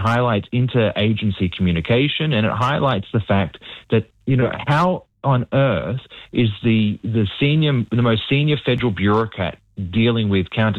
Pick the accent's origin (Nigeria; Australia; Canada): Australia; fair dinkum Aussies.